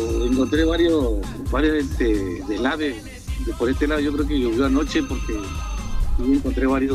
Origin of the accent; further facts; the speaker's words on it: Tila, Chiapas, Mexico; born there; now in Villahermosa, Mexico; Ahí está mi pueblo. Acabo de llegar a Tila, acabo de llegar a Tila.